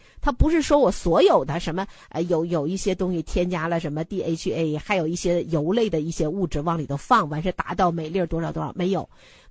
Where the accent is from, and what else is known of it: China